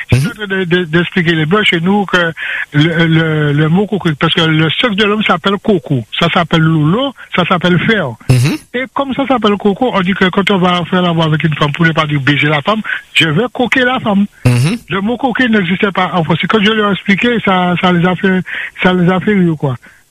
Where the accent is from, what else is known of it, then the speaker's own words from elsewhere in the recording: Martinique; Chez nous, en Martinique